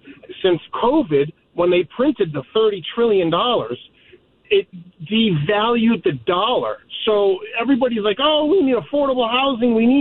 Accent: East Providence, Rhode Island, United States; now in Charlestown, United States; I'm from East Providence. I live in Charlestown now.

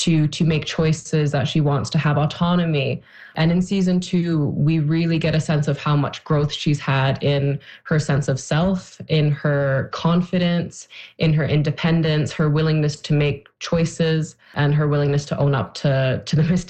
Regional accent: Newfoundland and Labrador, Canada; born there; I mean, I was born in Newfoundland. I was born in Bjorn.

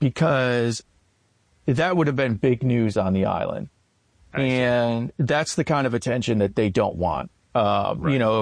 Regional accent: United States; especially being American

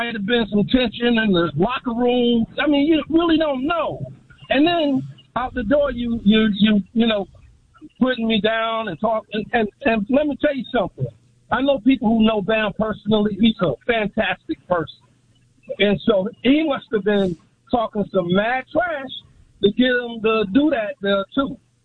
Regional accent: Miami, Florida, United States; Remember me … from Miami.

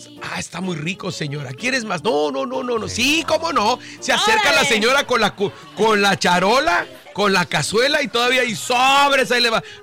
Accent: Tijuana, Baja California, Mexico; Ahí te va una de las cosillas que hacemos los mexicanos. ¡Todos! Los que vivimos en Tijuana, nacimos en Tijuana, o en nuestro querido México, como sea.

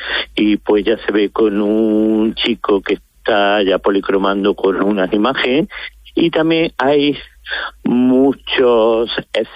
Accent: Puente Genil, Andalusia, Spain; soy cofrade de lo de todas las hermandades ya de mi pueblo, de Puente Genil, de Málaga y Loja.

